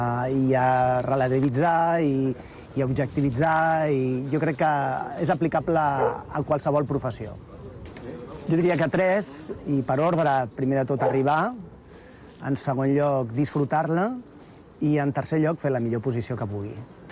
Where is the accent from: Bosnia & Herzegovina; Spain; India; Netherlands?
Spain; Barcelona, Catalonia; tinc 44 anys, soc de Barcelona